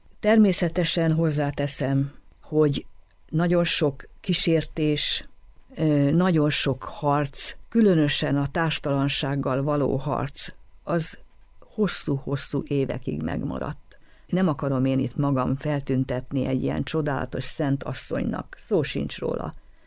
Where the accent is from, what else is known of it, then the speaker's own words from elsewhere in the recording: Hungary; Tehát azt, hogy én magyar vagyok, az ő akarata. Az, hogy én abba a családba születtem, az is az ő akarata.